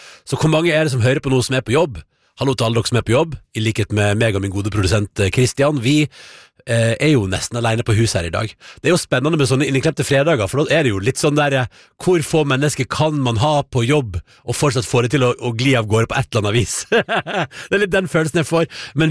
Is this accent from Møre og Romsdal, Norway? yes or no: no; Førde, Vestland, Norway; moved away as an adult; now in Oslo, Norway; Da jeg vokste opp i Førde